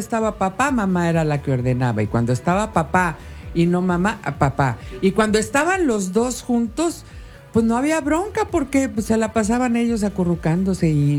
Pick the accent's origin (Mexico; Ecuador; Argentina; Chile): Mexico; Monterrey, Nuevo León; Soy regia